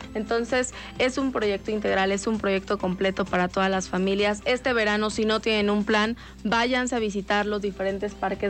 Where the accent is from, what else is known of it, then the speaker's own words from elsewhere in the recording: Puebla, Mexico; porque los parques son de nosotros como poblanos.